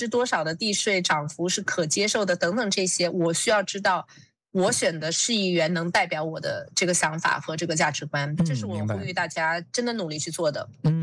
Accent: New Zealand; 我们这个国家新西兰

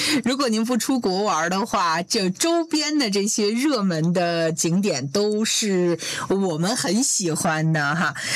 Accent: northern China, China; now in New Zealand; 像我的家乡是北方

